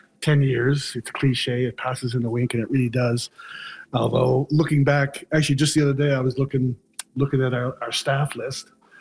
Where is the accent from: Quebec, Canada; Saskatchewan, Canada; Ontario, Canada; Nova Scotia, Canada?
Nova Scotia, Canada; Halifax; now in St. John's, Canada; I'm originally from Halifax. My wife, Nancy, was born and raised in St. John's. We lived away for a long time and moved back to St. John's in 2013.